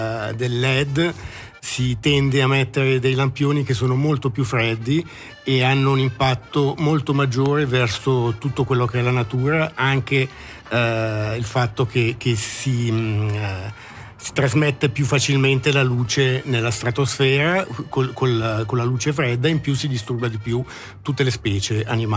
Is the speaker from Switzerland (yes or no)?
yes; Ticino, Switzerland; now in -; io vengo dal Malcantone.